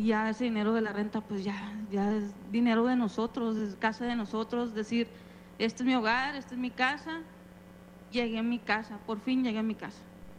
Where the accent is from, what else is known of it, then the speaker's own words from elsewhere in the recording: Mexico; ¿quién se iba a imaginar que nosotros como mexicanos tuviéramos una vivienda digna?